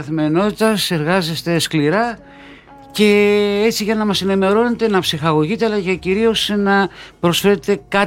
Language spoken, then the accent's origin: Greek; Corfu, Ionian Islands, Greece; προς τον τόπο μου, προς την Κέρκυρα.